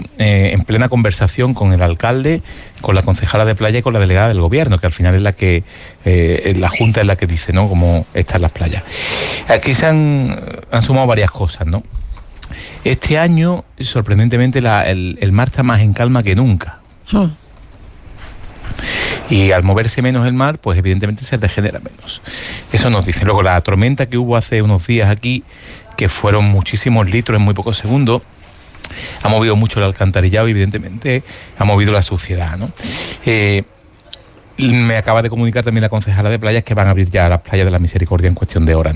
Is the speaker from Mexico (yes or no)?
no; Málaga, Andalusia, Spain; sabe la gente que soy de Málaga